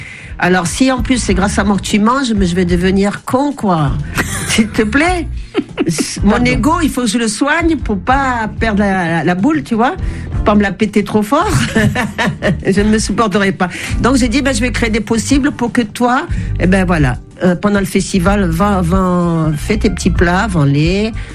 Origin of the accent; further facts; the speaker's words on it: Moroni, Grande Comore, Comoros; born there; Moi, je suis né à Moroni.